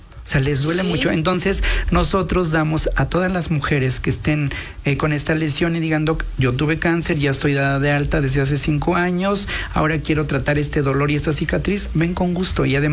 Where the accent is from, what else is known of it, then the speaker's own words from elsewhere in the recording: Cuyoaco, Puebla, Mexico; now in Puebla, Mexico; vengo de Porlibles, de la Sierra Norte de Puebla, soy del municipio de Cuyoaco, y bueno, pues aquí llegamos a la ciudad de Puebla